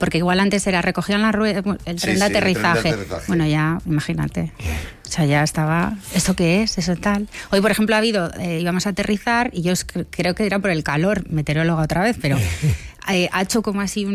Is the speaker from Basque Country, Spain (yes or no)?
yes; Bilbao, Basque Country, Spain; Bueno, lo primero es que yo soy de Bilbao y no voy en avión nunca a Bilbao.